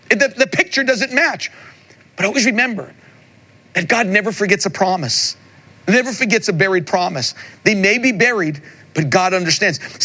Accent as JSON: {"language": "English", "area": "Long Island", "region": "New York", "country": "United States", "tie": "born or raised there", "said": "I grew up in Long Island, New York"}